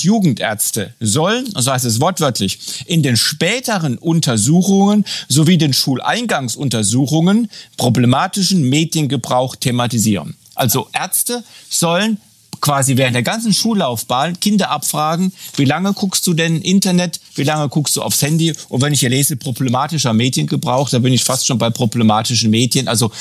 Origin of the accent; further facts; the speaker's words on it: West Germany, Germany; Ich bin da als Wessi draußen vor.